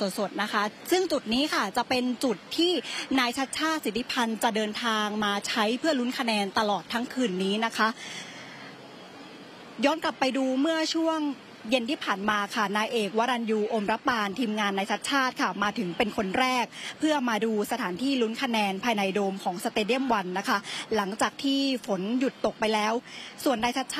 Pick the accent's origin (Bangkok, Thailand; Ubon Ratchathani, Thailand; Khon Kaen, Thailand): Bangkok, Thailand; สิ่งที่อยากเห็นคนกรุงเทพมหานครเนี่ยในฐานะที่เป็นคนกรุงเทพอยากเห็นกรุงเทพเปลี่ยนแปลงที่สุดก็คือเรื่องของน้ำท่วมขังค่ะ